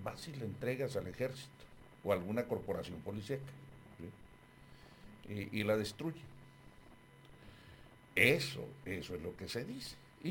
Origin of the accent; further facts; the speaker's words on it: Acaponeta, Nayarit, Mexico; now in Tijuana, Mexico; Acaponeta, Nayarit, mi tierra, aunque yo no cambio por nada el mundo Tijuana